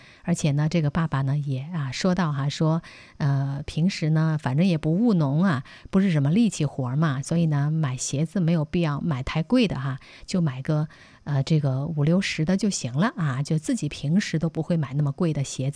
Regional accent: China

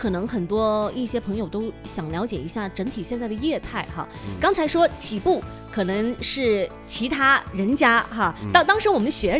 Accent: China; 我们中国人做事就是不一样哈。

